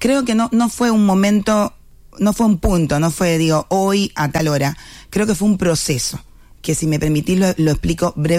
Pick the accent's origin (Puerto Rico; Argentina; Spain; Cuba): Cuba; Moa, Holguín; Pero mi ciudad natal era Moa.